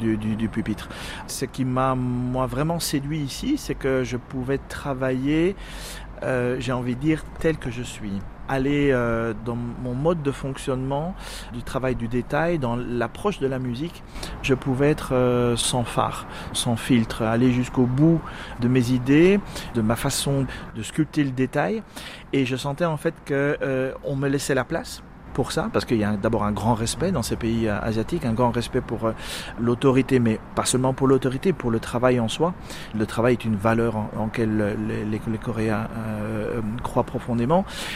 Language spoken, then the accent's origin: French; Belgium; D'autant plus la belgitude, la Belgique, d'abord, étant donné que je suis belge.